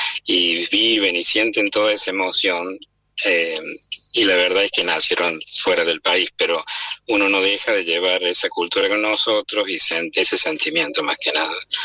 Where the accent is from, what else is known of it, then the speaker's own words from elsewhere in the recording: Córdoba, Argentina; Tengo dos hermanas ahí en Córdoba. Y bueno, como puedes ver, mi tonada nunca se fue, aunque haya andado un poco.